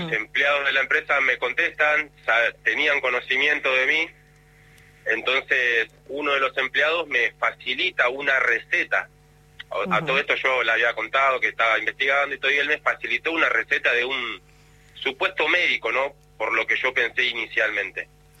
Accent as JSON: {"language": "Spanish", "region": "Buenos Aires", "country": "Argentina", "said": "yo estaba acá, yo soy de acá de Boedo, en Capital Federal."}